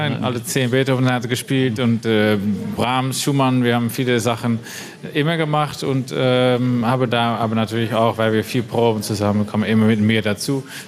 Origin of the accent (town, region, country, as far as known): Rotterdam, South Holland, Netherlands; German is a second language